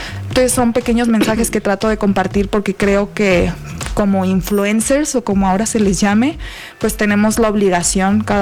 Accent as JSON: {"language": "Spanish", "town": "Ciudad Juárez", "region": "Chihuahua", "country": "Mexico", "moved": "as an adult", "lives_now": "Mexico City, Mexico", "said": "a los 17 años me vine a vivir aquí a la bella Ciudad de México. Yo soy de Chihuahua. Arriba Chihuahua, arriba Ciudad Juárez."}